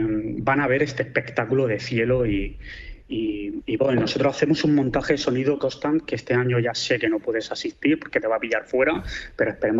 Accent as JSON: {"language": "Spanish", "region": "Region of Murcia", "country": "Spain", "said": "muy desconocido, incluso para los que somos de Murcia"}